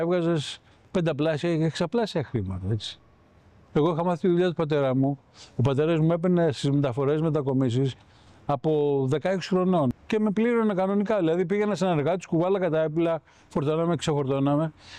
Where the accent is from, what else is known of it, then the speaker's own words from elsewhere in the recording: Kallithea, Attica, Greece; Γεννήθηκα στην Αθήνα, Καλλιθέα, το 1957 και μεγάλωσα στην Καλλιθέα και έμεινε στην Καλλιθέα. Μεσαία τάξη οικογένειά μου.